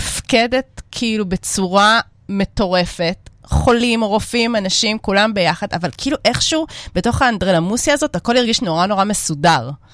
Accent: Southern District, Israel; אני ככה מהנגב

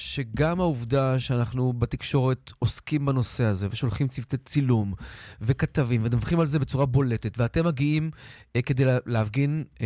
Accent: Jerusalem District, Israel; אני גדלתי כילד

